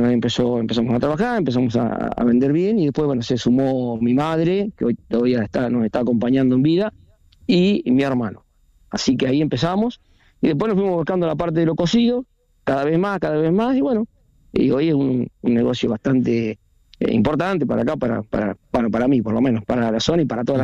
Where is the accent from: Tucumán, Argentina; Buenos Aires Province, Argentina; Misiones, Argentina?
Buenos Aires Province, Argentina; Bahía Blanca; born there; moved away as an adult; now in Viedma, Argentina; hace 35 años más o menos que llegamos a la ciudad de Viedma. Nosotros somos nacidos en Bahía Blanca, a 300 kilómetros de acá.